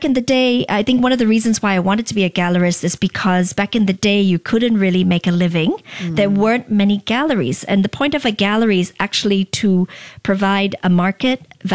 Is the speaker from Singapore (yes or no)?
yes; Singapore; And I think as a Singaporean, I think about that very much.